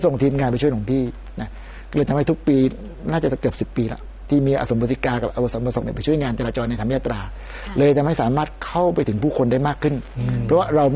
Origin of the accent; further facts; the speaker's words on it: Southern Thailand, Thailand; เราอยากเห็นภาพความเจริญรุ่งเรืองเห็นภาพเนี่ยเยอะๆเนี่ยในบ้านเราจังเลยหมายถึงว่าภาคใต้